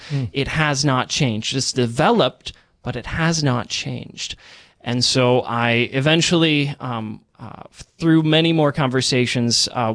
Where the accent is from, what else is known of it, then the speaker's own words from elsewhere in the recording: Fargo, North Dakota, United States; As you said, I grew up Protestant here in Fargo, North Dakota.